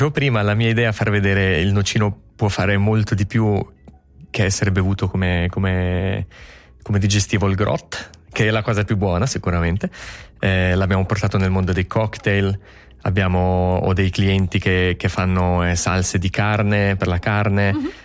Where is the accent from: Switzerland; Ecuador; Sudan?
Switzerland; Caslano, Ticino; Io sono di Caslano